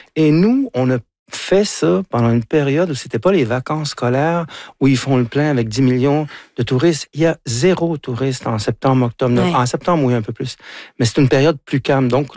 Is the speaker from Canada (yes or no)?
yes; Quebec, Canada; Sauf que maintenant, j'y vais en tant que Québécois